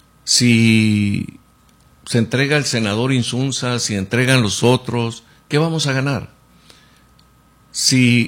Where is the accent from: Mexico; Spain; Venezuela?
Mexico; Creo que el gran problema es qué estamos haciendo todos como mexicanos.